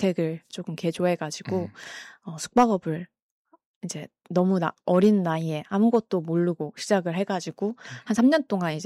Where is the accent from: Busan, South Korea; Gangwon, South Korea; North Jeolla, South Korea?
North Jeolla, South Korea; Jeonju; also born or lived in Jeongeup / Jangsu; 태어났다가 전주로 왔다가 뭐 장수 잠깐 갔다가 다시 전주로 나온 이 전북의 토박이로 이제 자라가지고요.